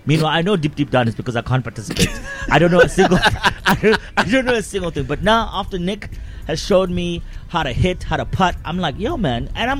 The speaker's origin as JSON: {"language": "English", "country": "South Africa", "said": "I see myself being the South African Tiger Woods."}